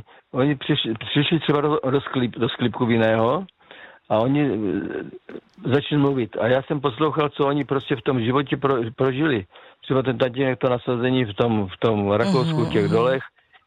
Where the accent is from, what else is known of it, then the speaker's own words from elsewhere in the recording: Žeravice, South Moravian Region, Czechia; Já pocházím z Moravskoslovácka, to jsem už několikrát říkal, z městečka Žeravice se to jmenuje, mezi Kyjovem a Vzencem. Já jsem se narodil a tam prostě na té, ono to bylo městečko